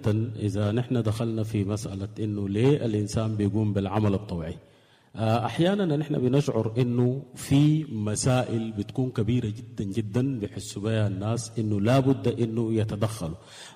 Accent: Sudan; عندنا في السودان ونحن هسه في ظروف الخريف

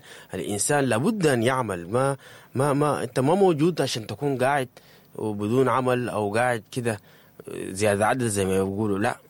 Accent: Sudan; فأي زول بيجي بثقافة مختلفة بتكون دي حاجة جديدة علينا نحن كسودانيين.

